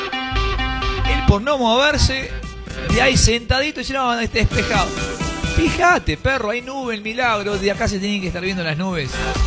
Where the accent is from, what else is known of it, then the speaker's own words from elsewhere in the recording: Olta, La Rioja, Argentina; Creo que soy el más hay un olteño de pura cepa, 100%.